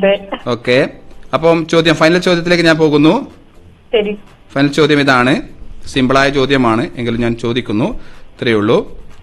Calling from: Thalora, Kerala, India; Taliparamba.

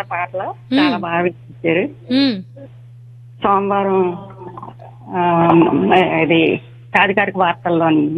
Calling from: Siddavatam, Andhra Pradesh, India; సిద్ధవటం నుంచి

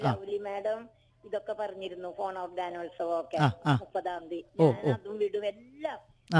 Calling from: Kochi, Kerala, India; Gandhinagar.

